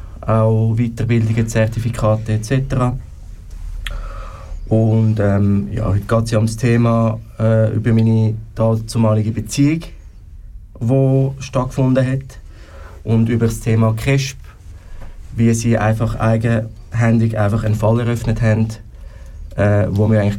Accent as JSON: {"language": "German", "region": "Zurich", "country": "Switzerland", "tie": "born or raised there", "said": "Ich bin wohnhaft in Zürich, in der Stadt Zürich aufgewachsen. Ich bin selber nur mit meiner Mutter aufgewachsen damals."}